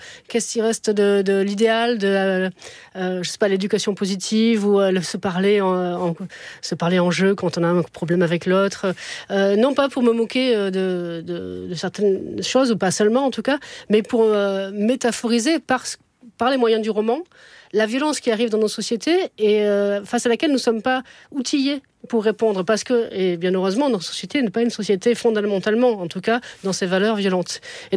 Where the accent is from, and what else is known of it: Montpellier, Occitanie, France; born there